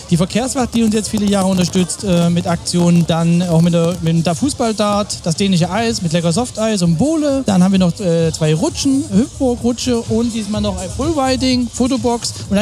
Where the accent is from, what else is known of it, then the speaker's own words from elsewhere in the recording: Pößneck, Thuringia, Germany; 45 Jahre jung, gebürtig aus Pößneck